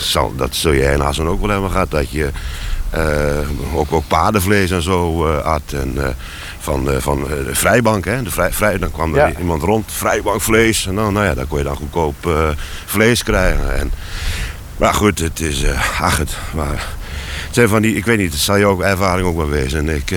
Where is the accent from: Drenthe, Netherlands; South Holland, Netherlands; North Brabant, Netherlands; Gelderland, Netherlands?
Drenthe, Netherlands; Coevorden; born or raised there